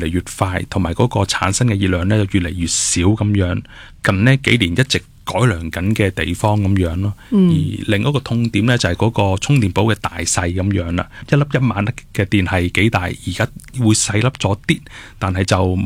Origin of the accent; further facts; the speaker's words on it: Hong Kong; 我哋香港人有時用啲產品，有時啲旅行充啊、行動電源，我哋比較喜歡嘅款式啦，就係又細又薄咁樣嘅。